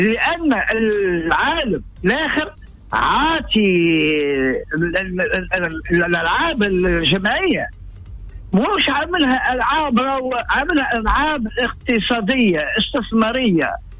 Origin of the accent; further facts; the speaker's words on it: Tunis, Tunis Governorate, Tunisia; أنا ولد حومة ونداد أنا ورضا يزيد علي عام. يعني والتنس تابل في حومتنا في باب الخضرة والمرجانية وسيد المهري